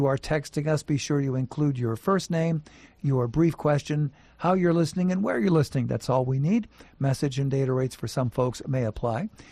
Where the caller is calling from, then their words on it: Washington, United States; I'm listening from Washington State.